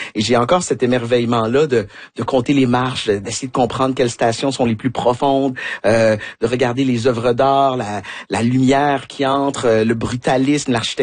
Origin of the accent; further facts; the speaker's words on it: Quebec City, Quebec, Canada; moi je viens de Québec, puis à chaque fois que je viens travailler à Longueuil, je vis au Novia qui est tout près du métro Longueuil